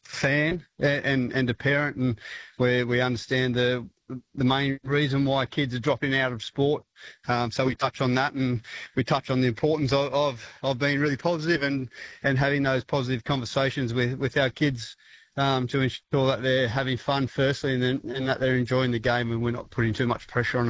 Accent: Young, New South Wales, Australia; moved away; being a regional kid myself growing up in Young, New South Wales

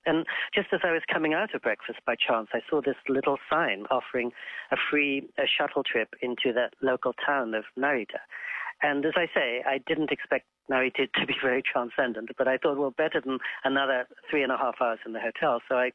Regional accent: England, United Kingdom; And I know this place better than I know the street I grew up on in England.

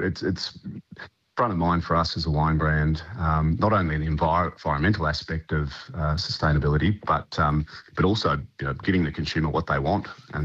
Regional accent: Cessnock, New South Wales, Australia; I grew up in Cessnock, my family were coal miners

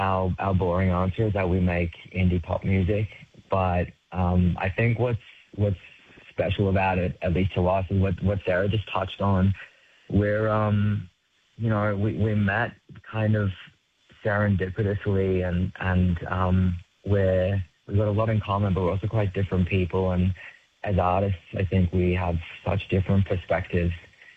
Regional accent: Brisbane, Queensland, Australia; also born or lived in South Africa; Originally, I'm actually South African, but I moved out here when I was like 7. So I grew up in Brisbane.

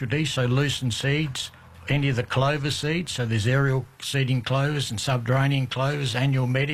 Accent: Bordertown, South Australia, Australia; We come from Bordertown, but I've just done 9,000 kilometres to get here.

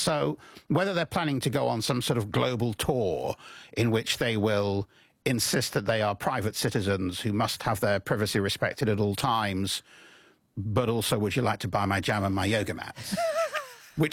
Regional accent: United Kingdom; as a British person, I'm incapable of saying the word data.

